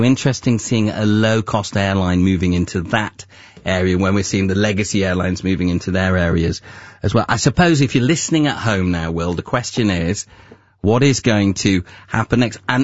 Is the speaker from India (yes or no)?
yes; India; because, you know, being Indian, got family across the world, in the US later this year.